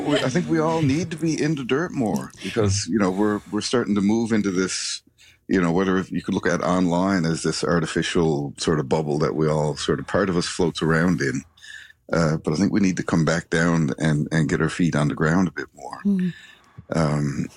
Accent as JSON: {"language": "English", "town": "Carbonear", "region": "Newfoundland and Labrador", "country": "Canada", "tie": "born or raised there", "said": "I used to go by there, you know, when I was, again, growing up in Carbonear, like we'd always, usually when I'd be going up the shore, down the shore"}